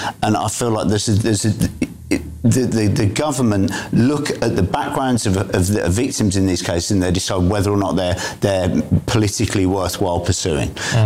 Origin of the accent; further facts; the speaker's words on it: West Midlands, United Kingdom; Look, you know, I grew up around the Midlands, you know, I'm a big West Brom fan, Walsall's in the Black Country